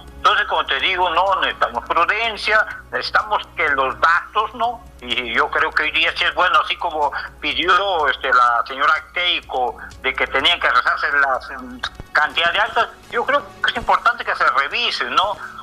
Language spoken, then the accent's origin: Spanish; Peru; acá somos peruanos